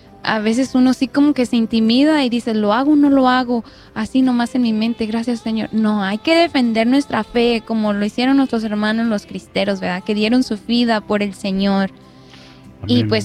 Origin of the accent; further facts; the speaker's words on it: Zacatecas, Mexico; Cerquita de mi pueblo, me tocó cuando era niña conocer o escuchar del padre cura Magallanes. Yo soy de Zacatecas.